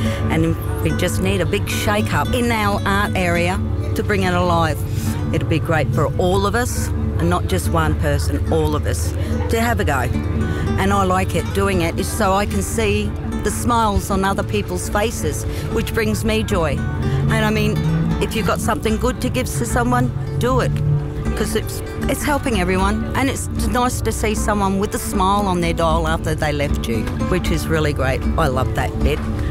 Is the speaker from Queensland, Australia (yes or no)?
no; Sydney, New South Wales, Australia; born there; now in Alice Springs, Australia; I was born in Sydney, New South Wales. I came to Alice Springs because of my family and I needed to get out of the city